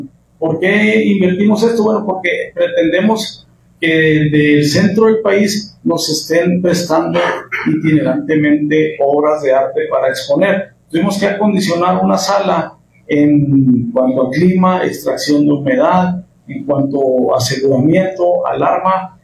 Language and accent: Spanish; Hidalgo del Parral, Chihuahua, Mexico; Parral está siendo muy visitado, somos una ciudad muy bonita, ahí los esperamos.